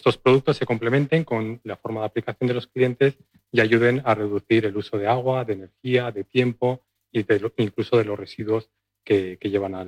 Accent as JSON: {"language": "Spanish", "town": "Valladolid", "region": "Castile and León", "country": "Spain", "moved": "yes", "said": "Yo soy de Valladolid."}